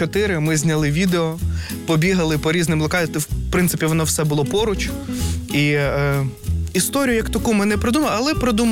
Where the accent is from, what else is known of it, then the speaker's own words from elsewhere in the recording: Zhytomyr, Zhytomyr Oblast, Ukraine; moved away as an adult; now in Kyiv, Ukraine; З Житомира.